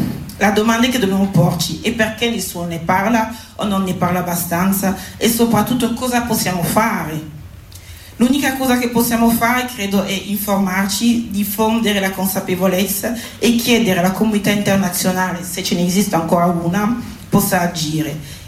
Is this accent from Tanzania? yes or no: no; DR Congo; moved away; nell'est del mio paese, la Repubblica Democratica del Congo